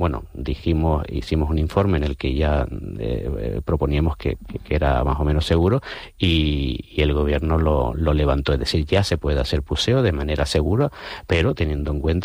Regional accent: Canary Islands, Spain; moved away as an adult; now in Madrid, Spain; podemos sentirnos orgullosos como canarios y como españoles

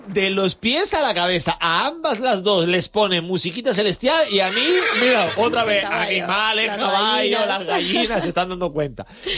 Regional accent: Santa Cruz de Tenerife, Canary Islands, Spain

